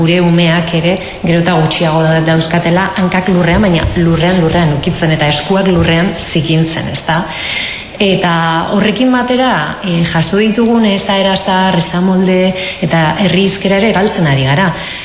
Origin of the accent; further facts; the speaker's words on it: Ondarroa, Basque Country, Spain; ni ondarrokoa naizen